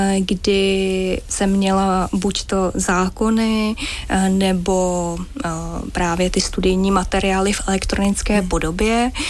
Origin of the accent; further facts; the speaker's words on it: Mělník, Central Bohemian Region, Czechia; já jsem z Mělníka